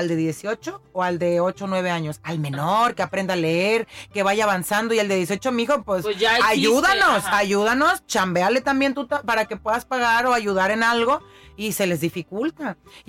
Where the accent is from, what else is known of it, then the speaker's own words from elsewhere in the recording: Colima, Mexico; lo que somos las personas de Colima